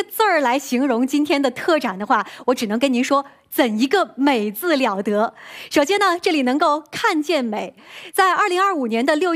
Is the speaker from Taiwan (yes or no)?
no; China; 我们中国人带来了中国的精美的作品